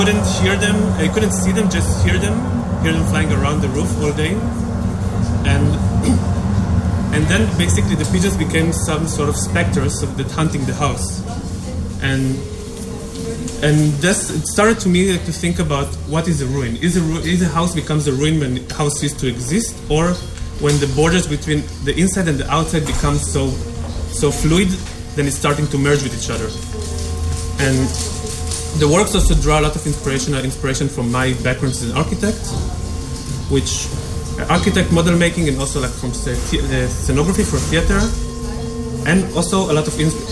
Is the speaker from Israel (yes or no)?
yes; Tel Aviv, Tel Aviv District, Israel; I'm from Tel Aviv